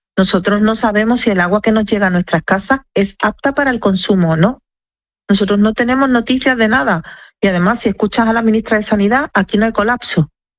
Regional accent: Ceuta, Spain; nosotros, los ciudadanos ceutíes

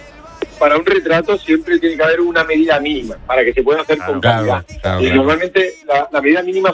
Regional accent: Almería, Andalusia, Spain; Yo ahora me volví a mi tierra natal, que estoy en Almería, pero voy a Madrid mucho.

